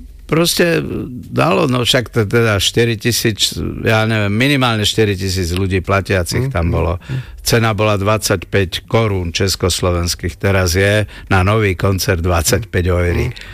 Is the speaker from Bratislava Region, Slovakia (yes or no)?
yes; Pezinok, Bratislava Region, Slovakia; ja som z Pezinka.